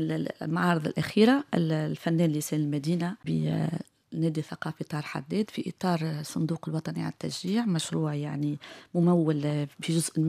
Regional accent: Tunisia; وكنت أنا كتونسية ومعي حمادي بنية الذي وجه له التحية.

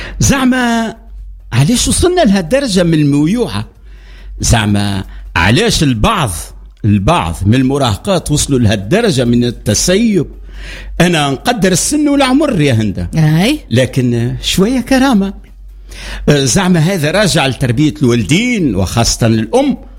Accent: Tunisia; عندنا في تونس

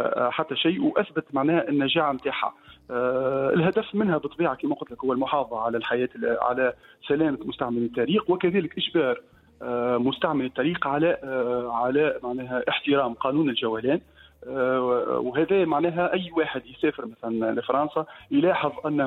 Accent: Tunisia; احنا الرادار اللي موجود عندنا في تونس

